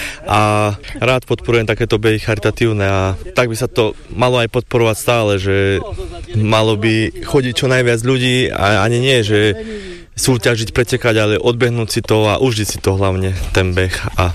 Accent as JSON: {"language": "Slovak", "town": "Poltár", "region": "Banská Bystrica Region", "country": "Slovakia", "said": "pochádzam z Poltára."}